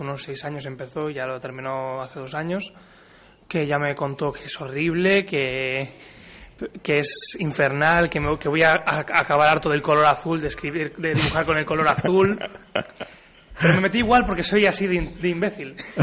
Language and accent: Spanish; Ferrol, Galicia, Spain; De aquí, de Ferrol